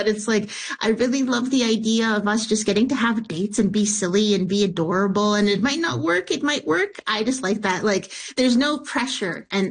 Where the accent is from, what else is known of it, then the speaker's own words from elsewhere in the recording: Winnipeg, Manitoba, Canada; because I'm from Winnipeg